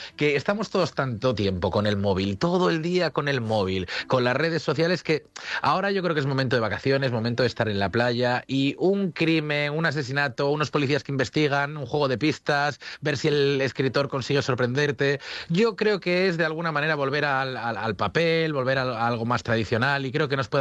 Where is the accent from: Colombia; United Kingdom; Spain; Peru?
Spain; Vigo, Galicia; born there; now in Madrid, Spain